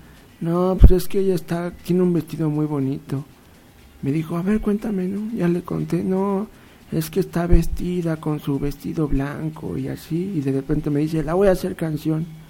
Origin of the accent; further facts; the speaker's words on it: Mexico; No, pues soy de México